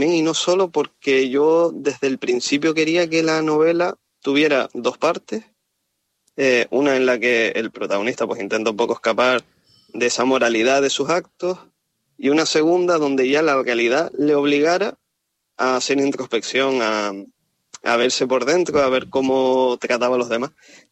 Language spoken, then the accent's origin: Spanish; Canary Islands, Spain; en Santa Cruz de Tenerife, porque yo soy de Tenerife